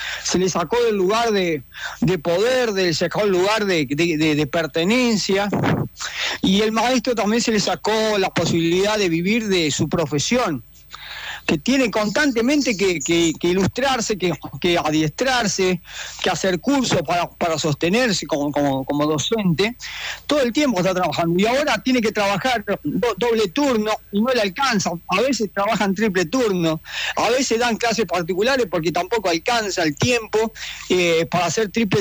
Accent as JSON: {"language": "Spanish", "country": "Argentina", "said": "fundamentalmente nuestra identidad como argentinos"}